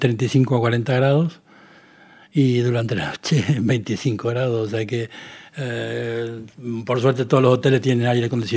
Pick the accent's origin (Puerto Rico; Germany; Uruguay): Uruguay; yo soy de Uruguay, al lado de Argentina, Brasil